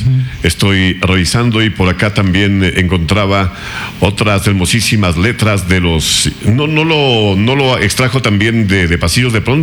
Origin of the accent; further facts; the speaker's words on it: Ecuador; Así somos los ecuatorianos